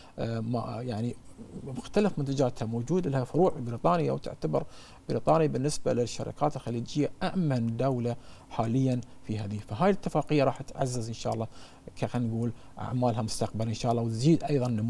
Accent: Bahrain; عندنا في البحرين

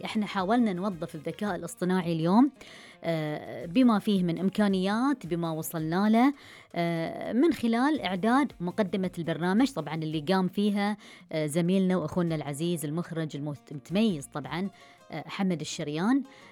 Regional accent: Bahrain; accent: Bahraini; لهجتنا البحرينية

